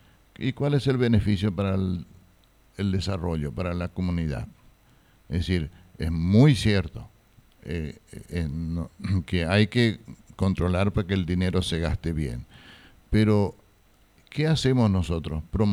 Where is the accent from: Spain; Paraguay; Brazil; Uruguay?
Paraguay; Fram, Itapúa; moved away; En mi retorno a mi terruño, soy frameño. Viví muchos años afuera, hace ya 26 años que estoy que retorné a Fram.